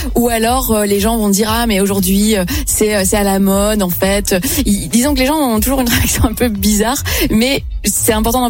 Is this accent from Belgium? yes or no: yes; Belgium; je viens de Belgique